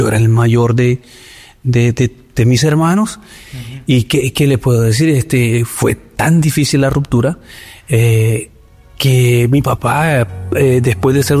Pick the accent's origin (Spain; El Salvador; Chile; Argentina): El Salvador; born there